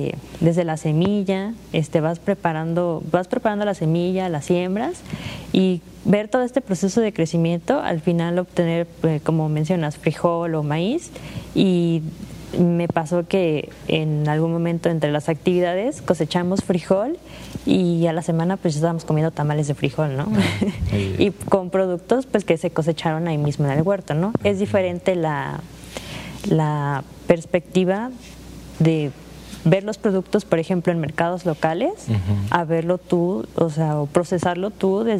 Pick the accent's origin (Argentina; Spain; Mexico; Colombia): Mexico; Xalapa, Veracruz; moved away; yo que soy de Jalapa